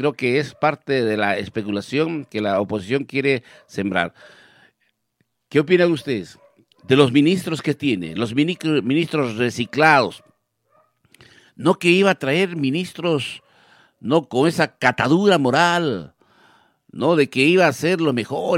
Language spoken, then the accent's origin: Spanish; Peru; Pobre de mi pueblo peruano.